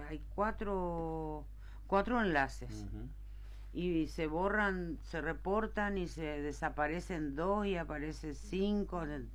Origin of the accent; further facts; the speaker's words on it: Caacupé, Cordillera, Paraguay; soy cacupeña.